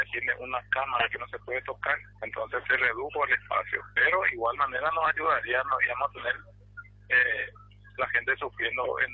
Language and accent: Spanish; Ciudad del Este, Alto Paraná, Paraguay; La mayoría somos de Ciudad del Este